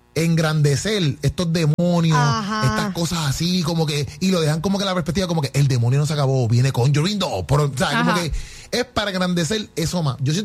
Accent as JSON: {"language": "Spanish", "country": "Puerto Rico", "said": "nosotros como puertorriqueños"}